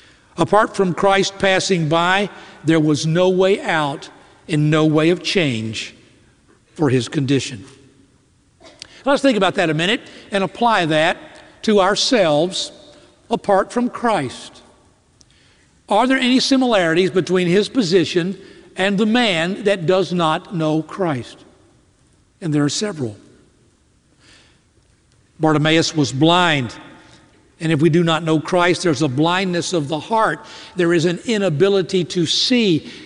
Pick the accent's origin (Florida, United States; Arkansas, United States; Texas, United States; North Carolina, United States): North Carolina, United States; Greensboro; I'm from Greensboro, North Carolina